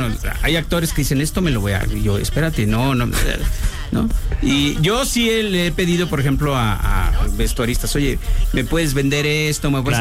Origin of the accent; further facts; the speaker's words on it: Colima, Mexico; mi padre en paz descanse, viven en Colima, sí, yo soy de Colima.